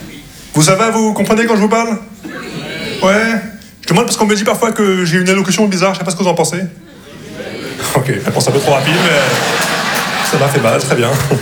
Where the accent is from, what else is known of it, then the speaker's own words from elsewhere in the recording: Casablanca, Casablanca-Settat, Morocco; Je viens de Casablanca et je parle comme si je vena